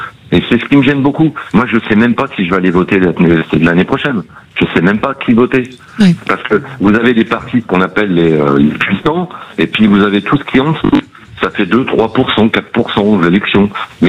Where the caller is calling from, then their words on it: Courson-les-Carrières, Bourgogne-Franche-Comté, France; je suis à Courson-les-Carviens, je suis à côté d'Auxerre.